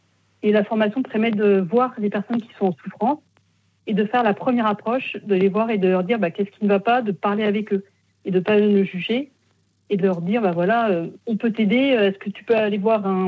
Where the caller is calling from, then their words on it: Pays de la Loire, France; Alors moi, je vous appelle de la Mayenne, la Mayenne, la Sarthe et le Maine-et-Loire, un peu. Je suis un peu entre les trois départements.